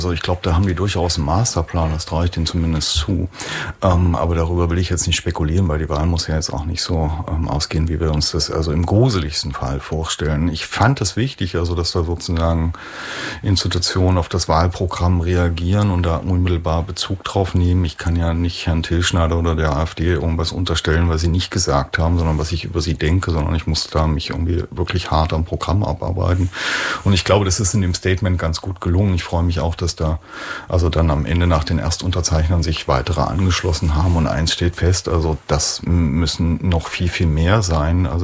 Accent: Halle, Saxony-Anhalt, Germany; born or raised there

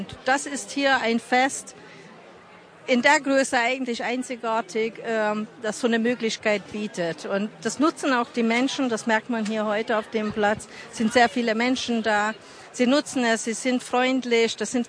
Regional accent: Hungary; moved away as an adult; now in Chemnitz, Germany

